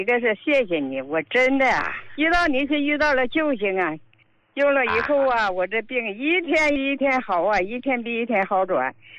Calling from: Harbin, Heilongjiang, China; 我是哈尔滨的患者。

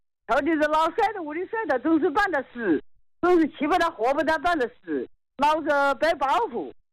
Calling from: Hong Kong; 我是香港的一位患者

